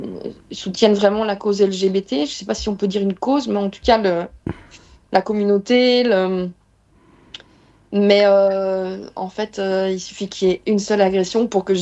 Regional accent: Southern France, France; born there; also born or lived in Algeria / Palavas-les-Flots; now in Montpellier, France; on a été rapatrié en France. Et depuis, j'ai toujours vécu dans le sud.

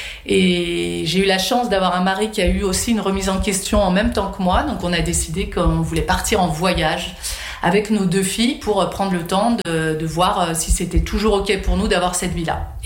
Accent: Lyon, Auvergne-Rhône-Alpes, France; moved away as an adult; Donc en fait, moi je suis lyonnaise de naissance. J'ai vécu à Lyon du coup jusqu'à mes 38 ans.

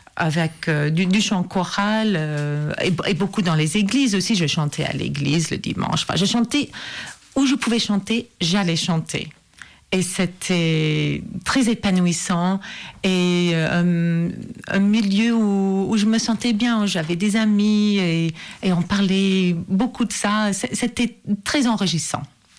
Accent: Regina, Saskatchewan, Canada; moved away; Je suis canadienne. Je suis canadienne et je viens des prairies du Canada. Donc, il fait chaud l'été, il fait très froid l'hiver, c'est tout plat. Il y a beaucoup d'agriculture en Saskatchewan.

